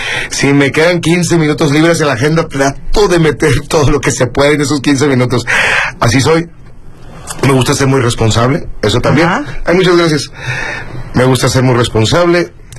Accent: Los Cabos, Baja California Sur, Mexico; also born or lived in La Paz; nací aquí, en La Paz. Justo eso te iba a apuntar. Aquí pasé mis primeros 2 años, mis papás trabajaban aquí, después nos fuimos a Los Cabos, ahí, hasta secundaria, y en la preparatoria ya me regresé a La Paz

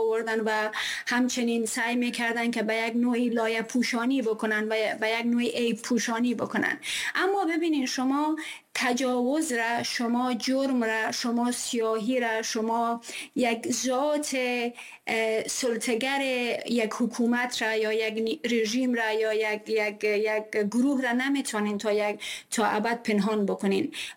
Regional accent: Afghanistan; ماهایی که اهل افغانستان هستیم

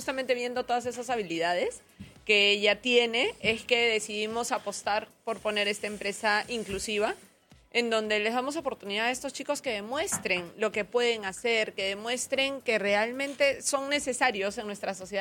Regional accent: Arequipa, Peru; now in Lima, Peru; Nosotras somos de Arequipa. Y mis papás tuvieron un restaurante en Arequipa, grande, en Arequipa.

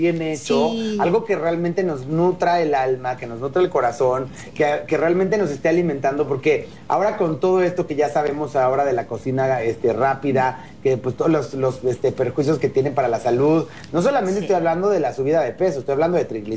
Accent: Mexico; nosotros porque somos mexicanos, nosotros porque nos encantan las enchiladas

